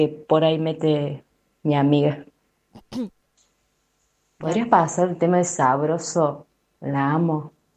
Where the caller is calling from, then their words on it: Córdoba, Argentina; accent: cordobés; de Córdoba.